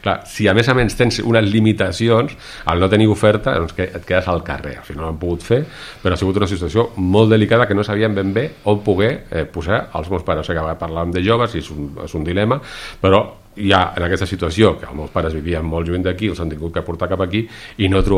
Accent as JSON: {"language": "Catalan", "region": "Catalonia", "country": "Spain", "lives_now": "Caldes, Spain", "said": "encara tinc sort que sóc heterosexual i sóc blanc i sóc català"}